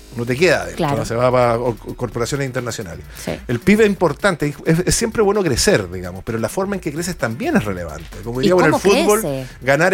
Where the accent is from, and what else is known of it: Chile